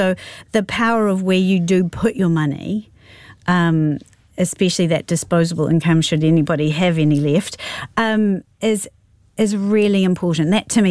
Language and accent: English; New Zealand; who you are as a New Zealander